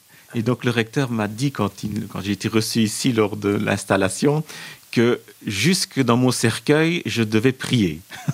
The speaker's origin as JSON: {"language": "French", "region": "Wallonia", "country": "Belgium", "said": "Et donc, je suis issu de l'AS Bay, de la région de Hannu."}